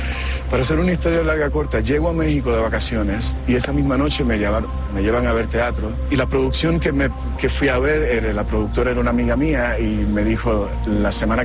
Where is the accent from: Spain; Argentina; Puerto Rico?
Puerto Rico; moved away; Un viernes a las 8 de la noche y al otro día a las 7 de la mañana yo estaba montado en un avión y me fui de Puerto Rico. Y me acuerdo que mis padres me llevaron al aeropuerto y dije adiós.